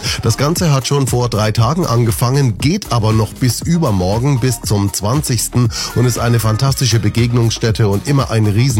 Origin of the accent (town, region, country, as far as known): Germany